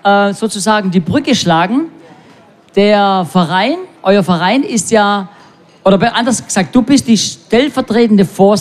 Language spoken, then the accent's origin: German; Baden-Württemberg, Germany; und ich komme ja aus dem Raum Stuttgart